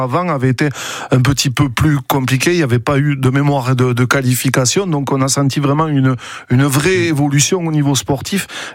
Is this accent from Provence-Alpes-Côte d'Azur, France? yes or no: no; Vic-en-Bigorre, Occitanie, France; Quand j'étais petit, je vivais à Vic-en-Bigorre, rue des Écoles